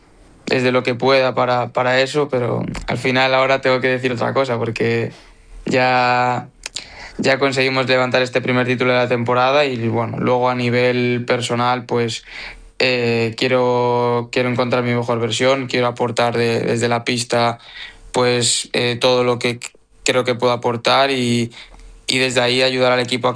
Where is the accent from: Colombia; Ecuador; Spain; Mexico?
Spain; Pamplona, Navarre; now in Pontevedra, Spain; No, en Galicia y en Pamplona de donde vengo, pues el clima es un poco más fresquillo